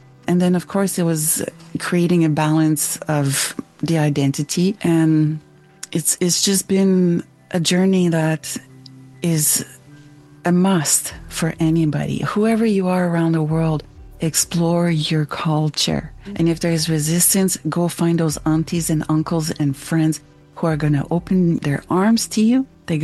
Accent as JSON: {"language": "English", "town": "Montreal", "region": "Quebec", "country": "Canada", "moved": "yes", "lives_now": "Vancouver, Canada", "said": "I'm from Montreal."}